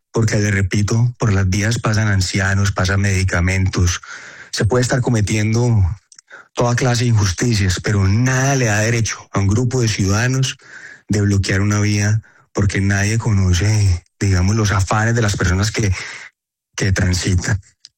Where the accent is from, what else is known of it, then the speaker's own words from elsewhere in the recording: Cali, Valle del Cauca, Colombia; Yo vengo de Cali, quiero explicar, digamos, el contexto de la situación.